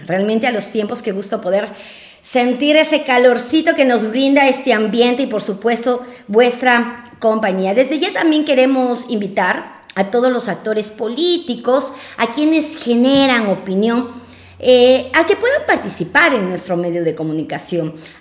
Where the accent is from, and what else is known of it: Ecuador